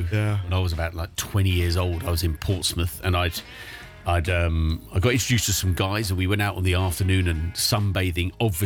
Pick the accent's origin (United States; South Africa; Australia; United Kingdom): South Africa; born there; I was born in South Africa.